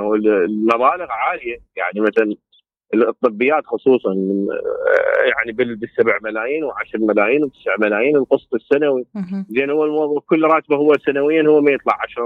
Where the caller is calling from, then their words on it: Iraq; عندنا بالعراق